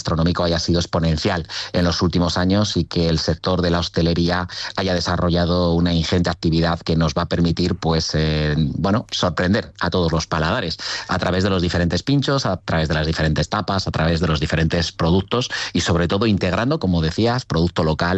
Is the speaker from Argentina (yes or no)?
no; Burgos, Castile and León, Spain; soy de aquí de Burgos, nacido en Burgos